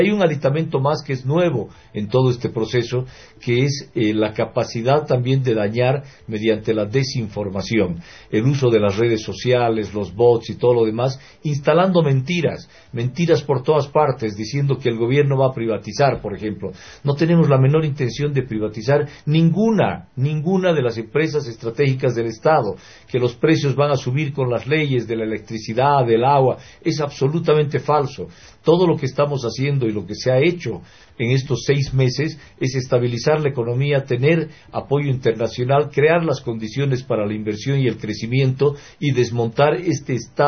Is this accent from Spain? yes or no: no; Bolivia; los bolivianos, que ya le dijimos no en varias oportunidades